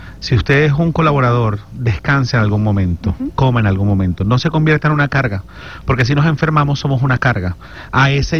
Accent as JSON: {"language": "Spanish", "town": "Maracaibo", "region": "Zulia", "country": "Venezuela", "said": "Y así somos los venezolanos. Yo soy maracucho."}